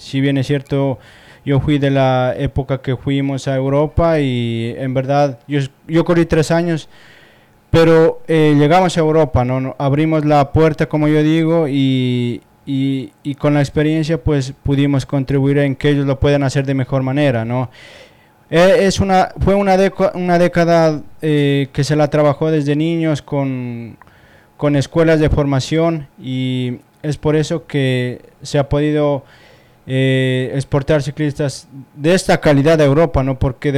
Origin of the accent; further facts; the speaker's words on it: Ecuador; en la zona norte de donde soy yo